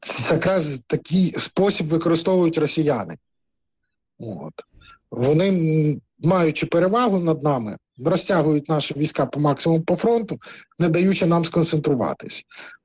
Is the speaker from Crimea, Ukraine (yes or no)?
yes; Crimea, Ukraine; Ну, ми, кримчани, кримські експерти, ще з 2014 року казали